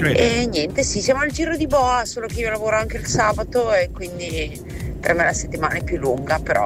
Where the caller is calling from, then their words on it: Emilia-Romagna, Italy; dalla provincia di Ravenna